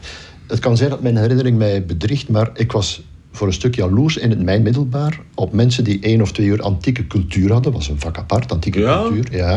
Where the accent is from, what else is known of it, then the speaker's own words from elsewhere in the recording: Poperinge, Flanders, Belgium; Ja, ik ben opgegroeid in Poperingen, in de Verre